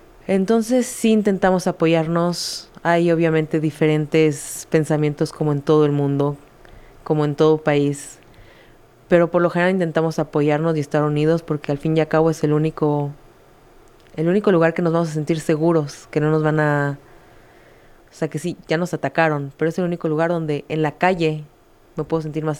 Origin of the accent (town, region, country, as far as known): Israel